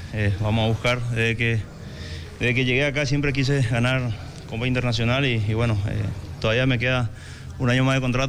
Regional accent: Gral. Francisco Caballero Álvarez, Canindeyú, Paraguay; now in Asunción, Paraguay; cuando yo salí de mi ciudad natal de Gatimí

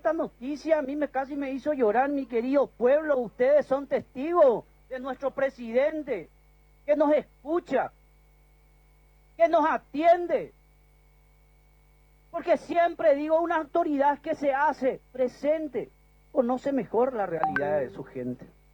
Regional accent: Paraguay; Hoy te tengo que agradecer como paraguayo

